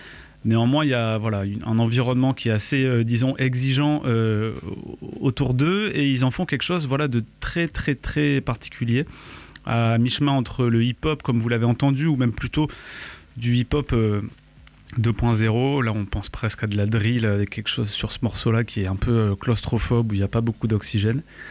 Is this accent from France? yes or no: yes; France; pour nous, en tant que Français